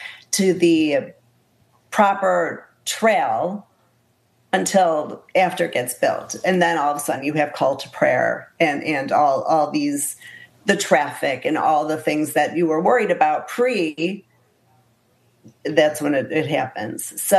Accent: Michigan, United States; now in Florida, United States; I'm originally from Michigan

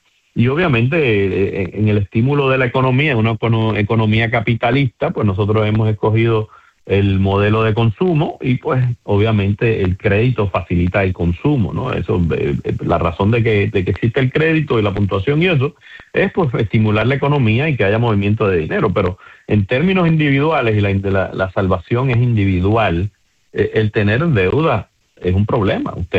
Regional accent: Puerto Rico; somos nosotros los puertorriqueños

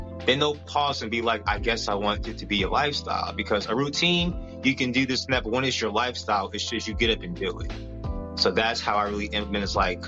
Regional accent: New Jersey, United States; I actually grew up in New Jersey. I grew up in New Jersey practically my whole life

